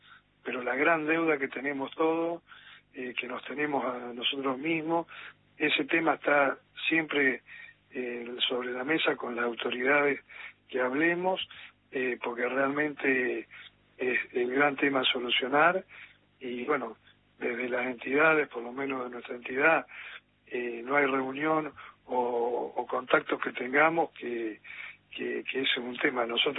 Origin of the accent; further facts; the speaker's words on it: Argentina; no podemos permitirnos como argentinos, y esto no es una crítica a nadie, porque hace años que estamos así